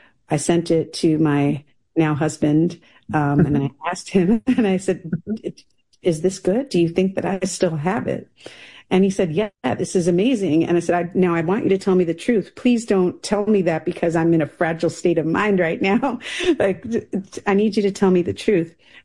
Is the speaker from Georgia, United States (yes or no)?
no; New York City, New York, United States; also born or lived in Grenada; the daughter of a Grenadian man and an Italian-American woman. I grew up in New York City, but Grenada has always been my second home.